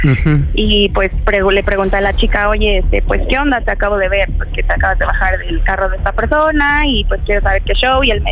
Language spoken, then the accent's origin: Spanish; State of Mexico, Mexico; 35 y del Estado de México.